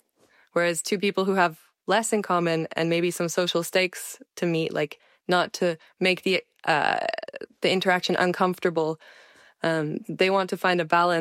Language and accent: English; Canada; And I said, "Hi … I'm from Canada."